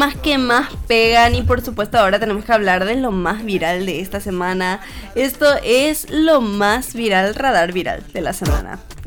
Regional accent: Paraguay

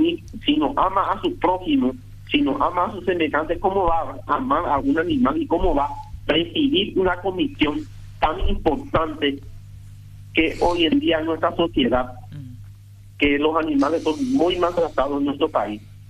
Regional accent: Benjamín Aceval, Presidente Hayes, Paraguay; Mi familia, nosotros somos de Benjamín Acevedo

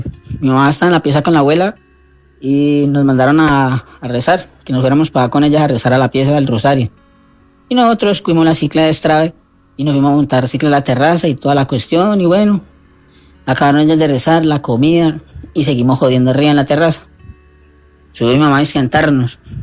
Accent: Cali, Valle del Cauca, Colombia; Vivíamos en una casa de 3 pisos aquí en Cali, en el barrio Guaval.

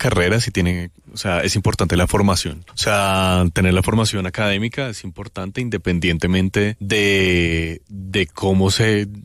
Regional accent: Bogotá, Colombia; Súper Rolo, que es lo que vendría siendo cachaco, con papás, abuelos y todo, muy bogotano.

